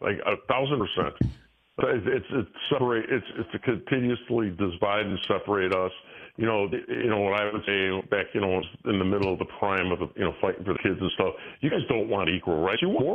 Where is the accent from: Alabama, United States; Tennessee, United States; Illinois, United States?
Illinois, United States; Hometown; southwest side of Chicago. I went to Oak Lawn High School. You got Bridgeview, Oak Lawn, and Hometown. I grew up in Hometown.